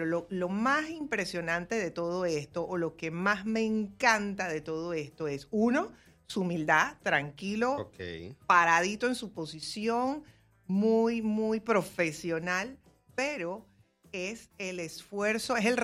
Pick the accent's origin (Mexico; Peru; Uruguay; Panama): Panama